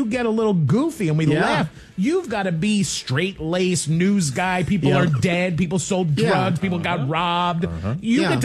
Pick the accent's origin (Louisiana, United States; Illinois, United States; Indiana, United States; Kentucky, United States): Illinois, United States; Chicago; the radio that I grew up listening to in Chicago